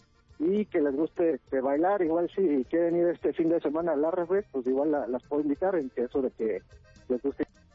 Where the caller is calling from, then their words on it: Mexico City, Mexico; soy aquí de la Ciudad de México, de la alcaldía Iztacalco.